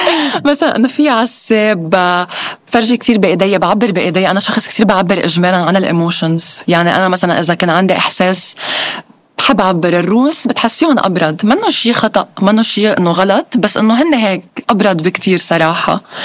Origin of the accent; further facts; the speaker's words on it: Lebanon; now in Moscow, Russia; هاي بنت عربية عايشة بموسكو وخلص، يعني كل حياتها بموسكو وهي من بلد هالقد صغيرة مثل لبنان.